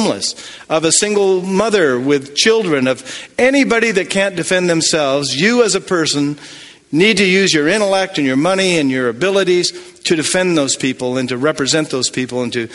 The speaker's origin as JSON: {"language": "English", "town": "Portland", "region": "Oregon", "country": "United States", "tie": "born or raised there"}